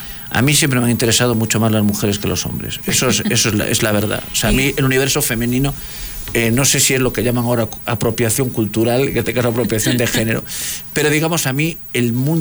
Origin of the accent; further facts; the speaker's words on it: A Coruña, Galicia, Spain; moved away as an adult; Galicia, ¿no? Donde yo viví mis primeros 23 años.